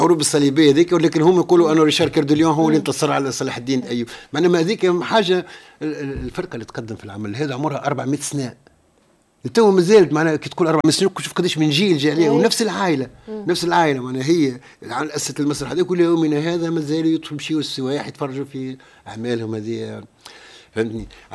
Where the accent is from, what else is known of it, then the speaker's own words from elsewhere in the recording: Tunisia; عندنا احنا التوانسة